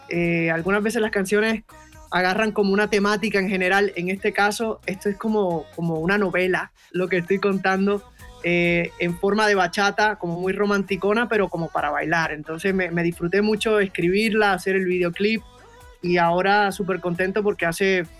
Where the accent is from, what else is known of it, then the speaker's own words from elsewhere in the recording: Puerto Rico; yo soy boricua, soy de Puerto Rico, llevo esas ganas de bailar en la sangre